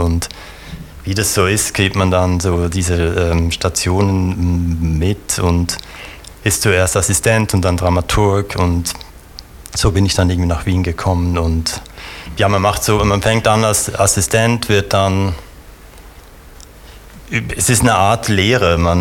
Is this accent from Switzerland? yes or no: yes; Bern, Switzerland; born there; moved away as an adult; also born or lived in Berlin; und ich bin in Bern geboren, habe Zürcher Familie auf der einen Seite, auf der anderen Seite auch griechische familiären Background und bin dann aber als wie viele Schweizer im Studienalter gehen sie nach Berlin.